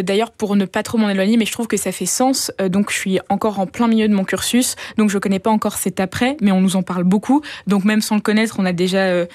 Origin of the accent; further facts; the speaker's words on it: La Louvière, Wallonia, Belgium; je viens de la Louvière et à la Louvière, on n'a pas toutes les opportunités, par exemple, qu'on a à la capitale pour ne serait-ce que faire du théâtre.